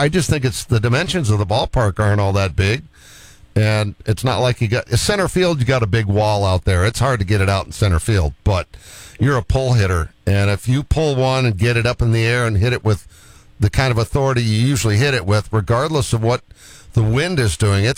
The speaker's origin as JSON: {"language": "English", "town": "Boston", "region": "Massachusetts", "country": "United States", "said": "I'm from Boston"}